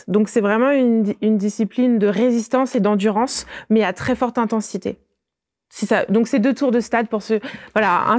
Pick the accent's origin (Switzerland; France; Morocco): France; Coulommiers, Île-de-France; je viens vraiment de la campagne. Et donc, je suis née à Coulommiers, qui est à 20 minutes de voiture de l'autre village où j'habite.